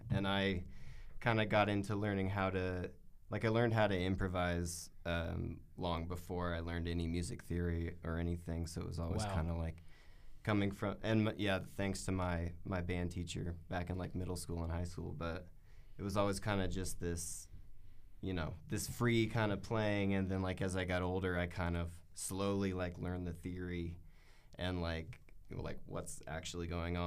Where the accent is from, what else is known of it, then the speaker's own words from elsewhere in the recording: California, United States; moved away as an adult; now in Colorado, United States; I grew up in Northern California.